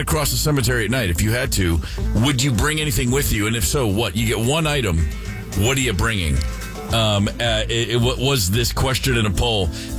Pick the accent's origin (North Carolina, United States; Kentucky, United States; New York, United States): Kentucky, United States; There was a cemetery in my hometown of Kentucky, the Pioneer Cemetery, which has tombstones from the 1700s.